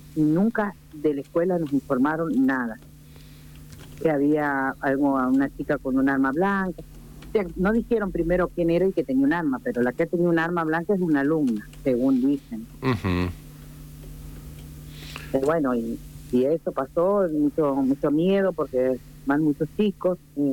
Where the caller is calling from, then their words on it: Las Lagunas, Media Agua, San Juan, Argentina; están los de acá, del distrito acá, de la comunidad de Las Lagunas